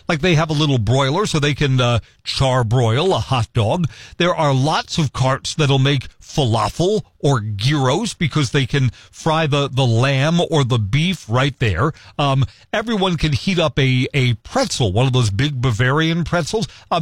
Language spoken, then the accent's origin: English; New York City, New York, United States; now in Wisconsin, United States; I mean, I grew up in Brooklyn. I know all five boroughs of New York, Manhattan, Staten Island, the Bronx, Queens.